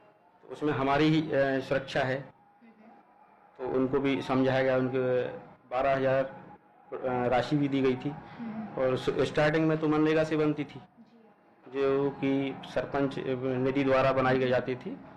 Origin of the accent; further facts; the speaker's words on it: Niwari district, Madhya Pradesh, India; मैं ग्राम पंचायत जोगियाई से बिलोंग करता हूँ